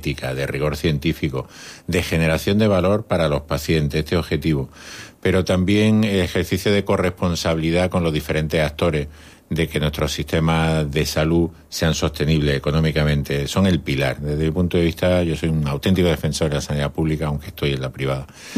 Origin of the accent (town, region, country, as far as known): Granada, Andalusia, Spain; born there; now in Almería, Spain